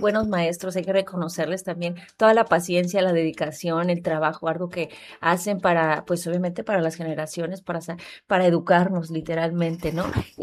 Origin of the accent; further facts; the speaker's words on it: Manzanillo, Colima, Mexico; los manzanillenses nos interesa